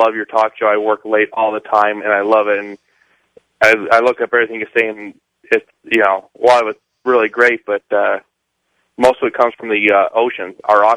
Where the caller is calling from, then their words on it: Utah, United States; I'm calling from Utah.